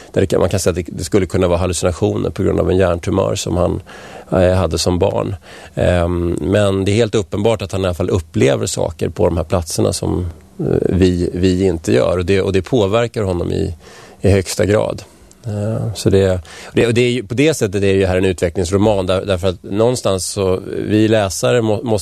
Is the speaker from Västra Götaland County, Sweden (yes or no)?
no; Stockholm, Stockholm County, Sweden; also born or lived in Strängnäs; now in Nacka, Sweden; Jag kommer ju inte härifrån. Jag kom från Vällingby från början och sen har jag bott i stan och jag har bott i Strängnäs då, som sagt. Men vi flyttade hit 2007